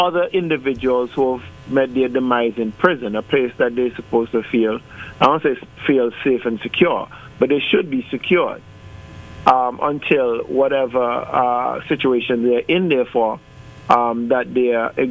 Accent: Antigua & Barbuda; I dare say, I'm from Antigua, so I can probably say this without a whole lot of backlash. Antigua, for some reason, in our country, in our 108 square miles

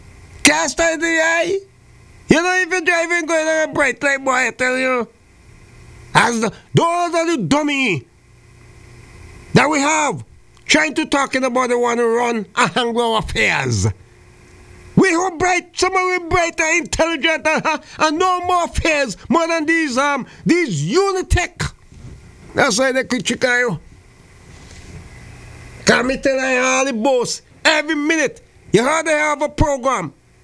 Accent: St. Vincent & Grenadines; moved away; my hometown? St. Vincent of the Grenadines?

